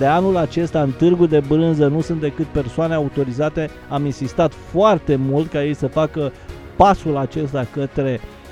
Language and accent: Romanian; Vama Buzăului, Brașov County, Romania; Ceea ce nu s-a întâmplat niciodată la Vama, în copilăria mea, la Vama Buzăului, abia se făceau cartofii din belșug, dar în niciun caz...